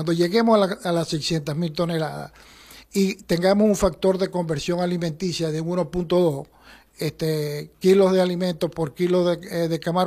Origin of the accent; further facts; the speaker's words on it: Venezuela; con orgullo como venezolano, con orgullo como productor, con orgullo como profesional de la medicina veterinaria